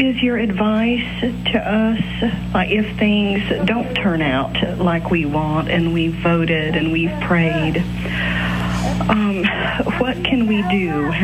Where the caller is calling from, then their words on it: Jacksonville, Florida, United States; Jacksonville, Florida.